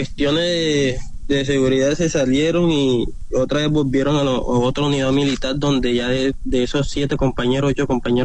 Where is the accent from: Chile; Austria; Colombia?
Colombia; María La Baja, Bolívar; De María La Baja, Bolívar.